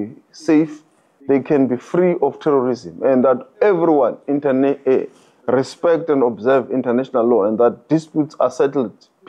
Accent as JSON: {"language": "English", "country": "South Africa"}